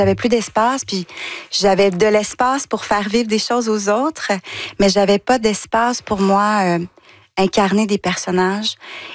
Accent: Danville, Quebec, Canada; À Danville, puis c'est très beau parce que dans les premières scènes où on a tourné à Danville

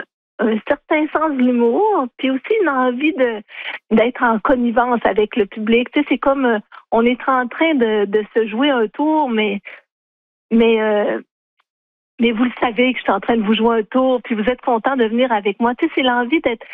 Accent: Black Lake, Quebec, Canada; chez nous à Black Lake

